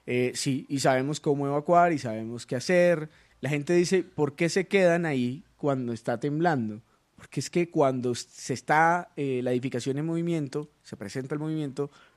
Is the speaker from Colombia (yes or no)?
yes; Zarzal, Valle del Cauca, Colombia; born there; yo nací en Zarzal Valle.